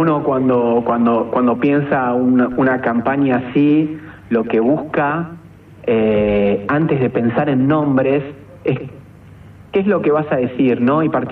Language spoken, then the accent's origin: Spanish; Argentina